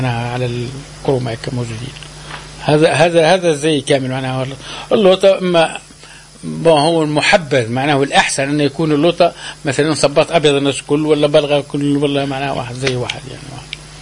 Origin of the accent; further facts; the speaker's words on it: Tunisia; عندنا في مارس